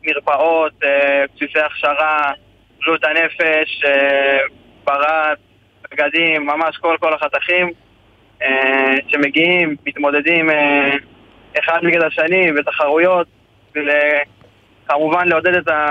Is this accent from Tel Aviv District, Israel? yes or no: no; Jerusalem, Jerusalem District, Israel; אני מירושלים, אני בן 22